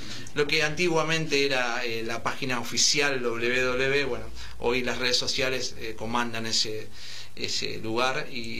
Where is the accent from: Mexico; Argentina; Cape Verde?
Argentina; Manuel Alberti, Buenos Aires Province; born there; esa es en Pilar, Manuel Alberti, más precisamente. Ahí tenemos nuestro lugar, hace más de 30 años que vivo ahí